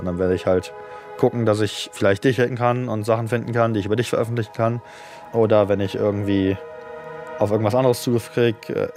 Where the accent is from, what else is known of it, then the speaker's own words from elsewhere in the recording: Essen, North Rhine-Westphalia, Germany; also born or lived in Munich; now in United States; ich bin ursprünglich aus Deutschland, aus Essen in Nordrhein-Westfalen und habe dann zuerst in München studiert.